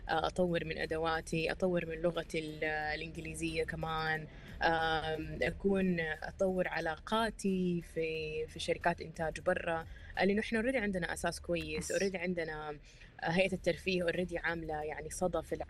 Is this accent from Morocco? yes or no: no; Saudi Arabia; لما أقول أنا من السعودية مثلا أسافر برا، أقول أنا من السعودية